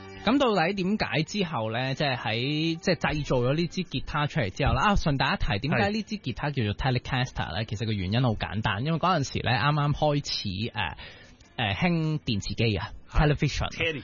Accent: Hong Kong; 我哋香港人

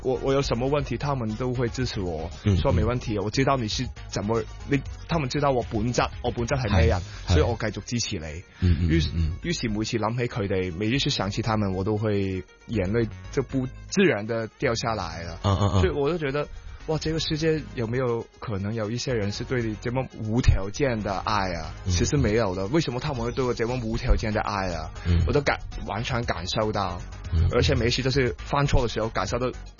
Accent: Hong Kong; born there; moved away; also born or lived in United Kingdom; 对，我以前小时候在我去英国读书之前，我在香港是打南华的。

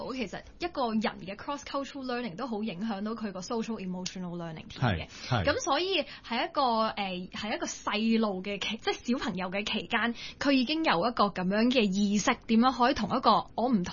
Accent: Hong Kong

